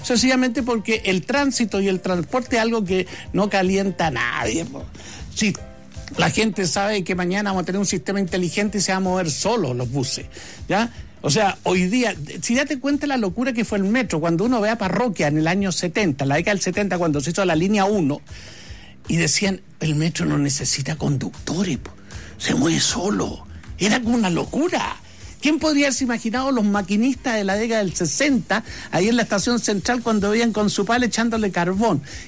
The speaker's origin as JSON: {"language": "Spanish", "country": "Argentina"}